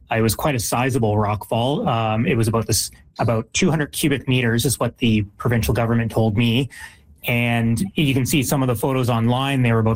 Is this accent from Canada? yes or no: yes; Ontario, Canada; moved away; I'm from Ontario